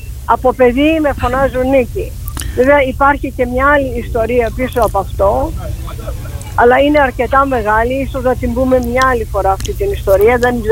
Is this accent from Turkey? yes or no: yes; Istanbul, Turkey; moved away; είμαι από την Κωνσταντινούπολη. Όλοι οι Κωνσταντινούπολίτες, όλοι οι χριστιανοί, όλοι οι Ορθόδοξοι, αλλά περισσότερο οι γυναίκες από την πόλη, έχουμε έναν ιδιαίτερο δεσμό με την Παναγία.